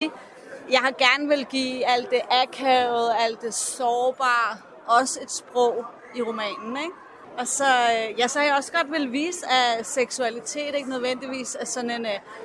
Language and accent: Danish; Copenhagen, Capital Region of Denmark, Denmark; Det er jeg. Er fra Vesterbro.